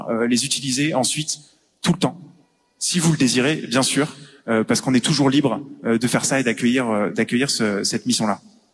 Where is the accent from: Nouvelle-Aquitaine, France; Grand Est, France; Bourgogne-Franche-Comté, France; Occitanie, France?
Occitanie, France; Montpellier; moved away as an adult; now in Morocco; On est de Montpellier, enfin, avant d'aller au Maroc